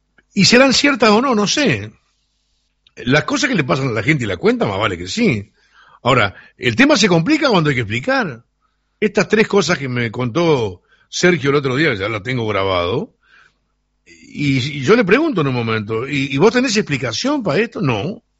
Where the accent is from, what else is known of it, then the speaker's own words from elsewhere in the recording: Uruguay; para los que somos del Uruguay profundo